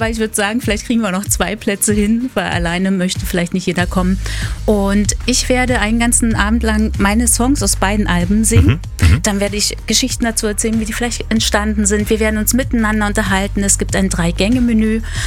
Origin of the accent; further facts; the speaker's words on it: Cottbus, Brandenburg, Germany; also born or lived in Karlsruhe; Also ich bin wirklich hier geboren, wie du schon gesagt hast, und dachte, ich gehe niemals aus meiner Heimat weg. Und dann bin ich mal eben für 9 Jahre nach Karlsruhe gegangen, habe dort mal andere Luft geschnuppert und jetzt bin ich seit Anfang des Jahres wieder in Cottbus.